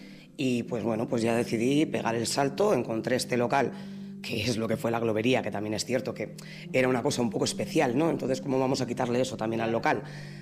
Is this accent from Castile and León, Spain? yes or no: no; Vitoria-Gasteiz, Basque Country, Spain; yo nací en La Corre, nací en el 64, y para mí La Corre siempre ha sido muy especial. Sí que es cierto que yo ya, pues a los 11 años, me fui a vivir a otro barrio, pero oye, cuando me tuve que comprar la casa lo tenía claro y volví a La Corre